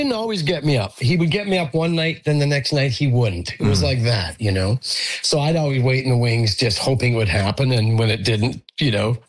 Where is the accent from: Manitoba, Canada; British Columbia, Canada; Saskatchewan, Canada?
Saskatchewan, Canada; I grew up in Saskatchewan where … was, you know, obviously legendary in so many ways.